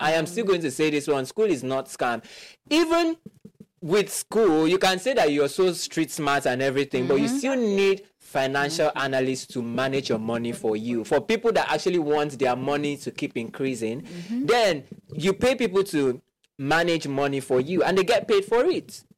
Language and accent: English; Nigeria